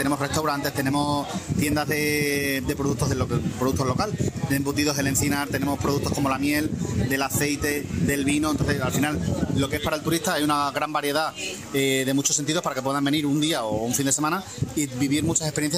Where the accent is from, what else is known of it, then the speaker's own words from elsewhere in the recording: Extremadura, Spain; vivimos en una joya y en un enclave natural que nada tiene que envidiar al resto de comunidades o al resto de incluso zonas de nuestra propia región.